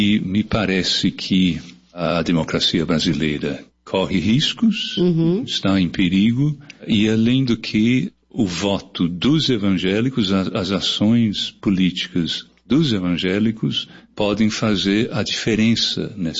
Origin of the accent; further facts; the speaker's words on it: England, United Kingdom; Portuguese is a second language; moved away as an adult; also born or lived in Canada; now in Brazil; Eu nasci na Inglaterra, nasci e criado na Inglaterra. Eu moro no Brasil desde 1976, tenho 50 anos.